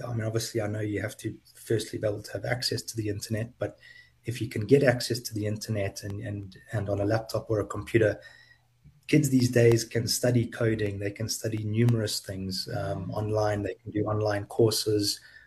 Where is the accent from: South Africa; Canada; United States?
South Africa; I told them I was from South Africa